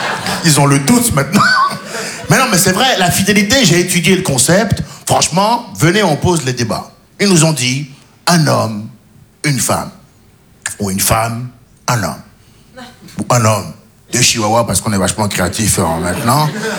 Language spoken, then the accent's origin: French; Benin